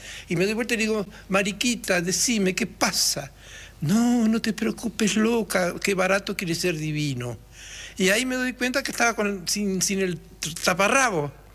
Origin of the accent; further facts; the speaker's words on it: Ingeniero Jacobacci, Río Negro, Argentina; also born or lived in Las Grutas, San Antonio Oeste; Yo nací en San Antonio, en Las Grutas, pero mi padre se mudó a Jacobacci, mi familia. Y allí nevaba